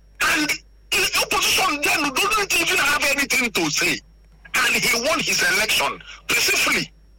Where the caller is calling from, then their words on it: Nkanu, Enugu State, Nigeria; I am an Nkanu man.